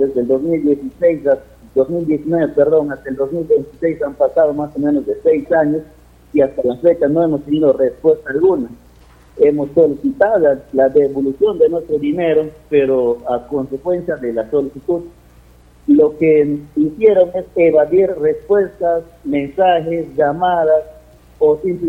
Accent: Bellavista, San Martín, Peru; Soy del caserío de Bellavista, jurisdicción del distrito de Pinto Recodo.

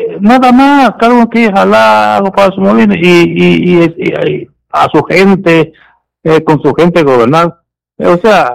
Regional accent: Peru; por supuesto, todos somos peruanos, todos queremos el progreso

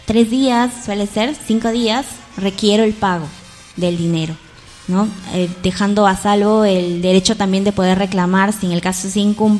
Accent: Rioja, San Martín, Peru; born there; moved away as an adult; also born or lived in Trujillo; now in Lamas, Peru; yo nací en la ciudad de Rioja.

